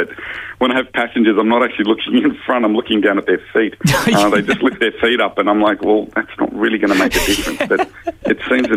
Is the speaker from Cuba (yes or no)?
no; Cooma, New South Wales, Australia; I'm from the Snowy Mountains in New South Wales and part of the Cooma Car Club, so the town of Cooma is where we come from.